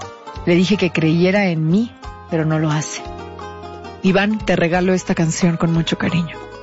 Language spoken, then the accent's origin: Spanish; northern Mexico, Mexico; moved away as an adult; como una norteña en una ciudad nueva